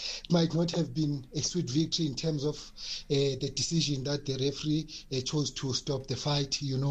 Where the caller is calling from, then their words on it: Johannesburg, Gauteng, South Africa; from here, Johannesburg.